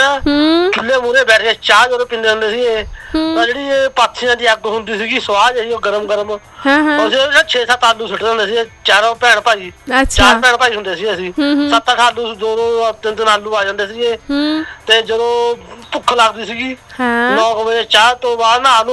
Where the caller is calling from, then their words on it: Malerkotla, Punjab, India; ਲੋਹਾ ਬਾਜ਼ਾਰ ਮਲੇਰਕੋਟਲਾ ਤੋਂ ਗੱਲ ਕਰਦਾ